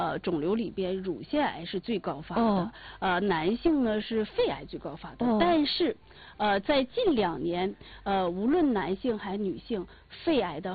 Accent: Northeast China, China

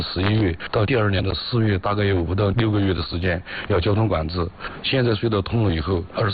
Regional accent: Baoxing, Sichuan, China; 因为我的老家是在宝兴的姚集乡，以前的路都是碎石路面，路面窄，公路抗灾能力弱

